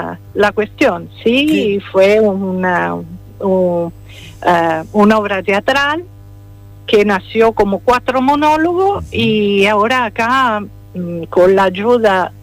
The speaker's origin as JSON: {"language": "Spanish", "town": "Rome", "region": "Lazio", "country": "Italy", "second_language": "Spanish", "said": "Se escucha muy bien que soy italiana, ¿no?"}